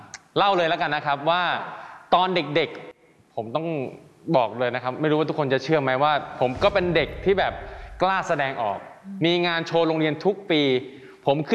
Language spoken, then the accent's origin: Thai; Isan, Thailand; เราเป็นคนอีสานเราก็พูดอีสานไปเลย